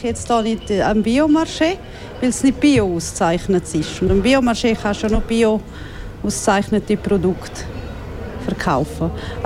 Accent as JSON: {"language": "German", "region": "Graubünden", "country": "Switzerland", "tie": "born or raised there", "said": "bin gebürtige Münstertalerin. Ich bin dort geboren und aufgewachsen"}